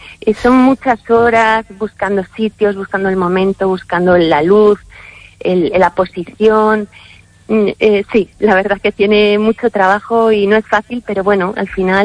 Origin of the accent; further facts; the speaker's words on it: Madrid, Community of Madrid, Spain; Entonces, aunque yo soy de Madrid, pues mi origen está aquí y tengo casa en una aldea de Orense